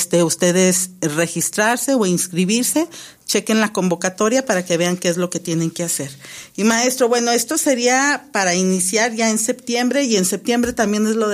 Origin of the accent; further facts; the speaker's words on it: Mexico; nuestra identidad como mexicanos también.